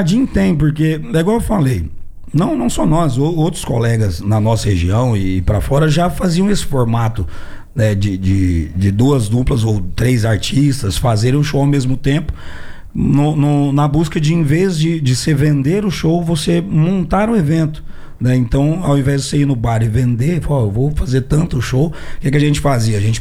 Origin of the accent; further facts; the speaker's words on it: Minas Gerais, Brazil; Minas Gerais. A gente já tinha um projeto similar lá na nossa região. Pra quem não sabe, nós somos todos mineiros